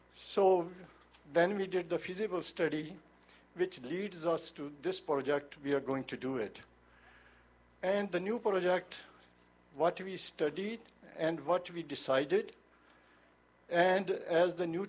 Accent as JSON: {"language": "English", "town": "Vancouver", "region": "British Columbia", "country": "Canada", "said": "I'm from Vancouver, so."}